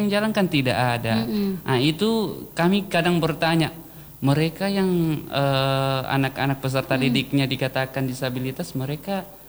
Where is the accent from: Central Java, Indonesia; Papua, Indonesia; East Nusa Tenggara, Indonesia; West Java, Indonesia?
Papua, Indonesia; Saya mulai dari 2017, saya kan dari Papua.